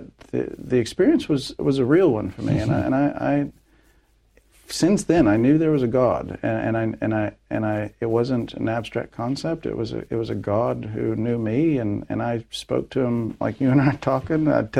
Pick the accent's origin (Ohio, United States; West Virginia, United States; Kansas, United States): Kansas, United States; Olathe; also born or lived in Hays, United States; Well, I was born in Hayes, Kansas, in western Kansas, lived my first 8 years or so of my life in Kansas. We moved to a suburb of Kansas City on the Kansas side, Olathe, Kansas, and that's where I first remember things